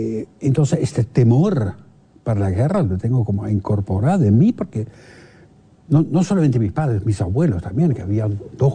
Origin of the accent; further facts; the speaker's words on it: Netherlands; Spanish is a second language; moved away; un pie en un continente, un pie en otro continente, y no sabes muy bien dónde está tu casa, sabes de dónde venís y de dónde estás ahora. Pero ¿cómo te sentís? Yo creo que me siento aún holandés, en todos los sentidos, pero entiendo perfectamente todo lo que pasa acá.